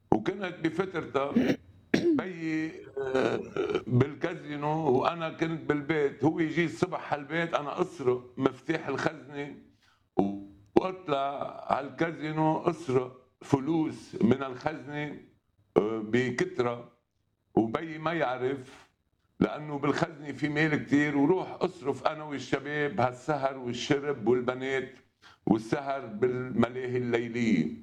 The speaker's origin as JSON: {"language": "Arabic", "country": "Lebanon", "tie": "born or raised there", "said": "ولاني جاي من خلفيه سياسيه بلبنان، انا حزب لبناني"}